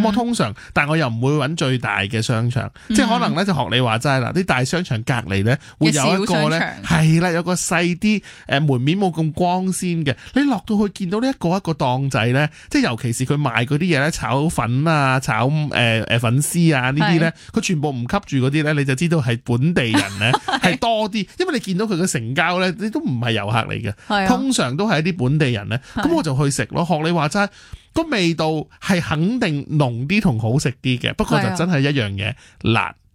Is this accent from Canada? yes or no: no; Hong Kong; 有冇啲咩风景啊或者系文化地方系我哋香港人好少去㗎？